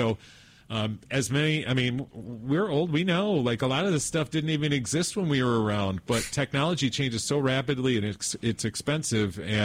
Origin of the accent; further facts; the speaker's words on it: Paw Paw, Michigan, United States; I grew up in Pawpaw.